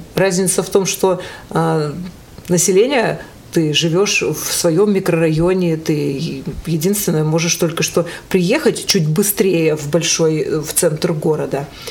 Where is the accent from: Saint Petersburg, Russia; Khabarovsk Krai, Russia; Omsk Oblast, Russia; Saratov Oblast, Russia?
Khabarovsk Krai, Russia; Amursk; Я приехала из небольшого города нашей страны. Этот город находится в Хабаровском крае. И, наверное, проще даже сказать, что он находится просто рядом с большим городом, условно большим, Комсомольск-на-Амуре. Мой город называется Амурск.